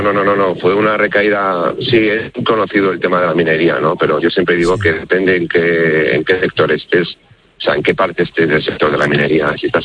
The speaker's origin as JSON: {"language": "Spanish", "region": "Asturias", "country": "Spain", "moved": "yes", "lives_now": "Tibi, Spain", "said": "en realidad soy asturiano, pero bueno, un asturiano viviendo en Tibi."}